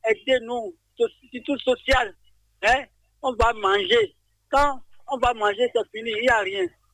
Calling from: Cotonou, Littoral, Benin; je vous appelle d'Akpakpa

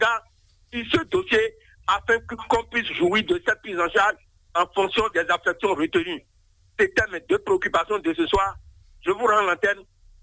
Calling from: Porto-Novo, Ouémé, Benin; Je vous appelle depuis Ouagadougou à Porto-Novo.

